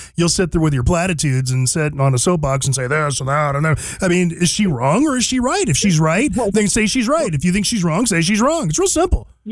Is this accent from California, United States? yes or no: yes; San Diego, California, United States; I'm from San Diego.